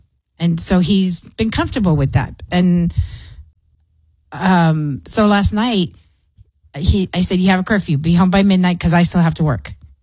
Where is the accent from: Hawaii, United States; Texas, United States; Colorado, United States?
Texas, United States; Clint; your mom did that growing up in Clint.